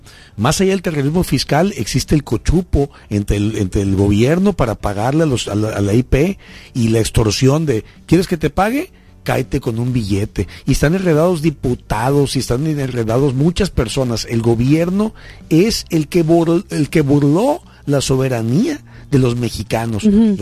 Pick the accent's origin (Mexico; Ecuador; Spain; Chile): Mexico; Yo digo que me siento como mexicano vulnerable.